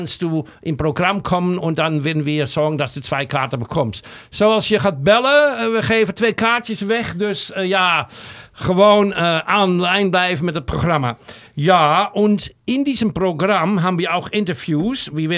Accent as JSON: {"language": "German", "town": "Amsterdam", "region": "North Holland", "country": "Netherlands", "said": "Ich komme aus Amsterdam."}